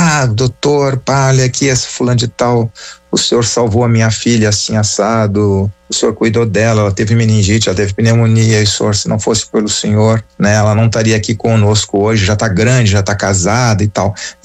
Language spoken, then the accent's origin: Portuguese; Pelotas, Rio Grande do Sul, Brazil; moved away as an adult; now in Caxias do Sul, Brazil; Eu fiz minha residência na cidade de Pelotas, eu sou natural de Pelotas, toda a minha família é natural de Pelotas, eu e minha esposa, né?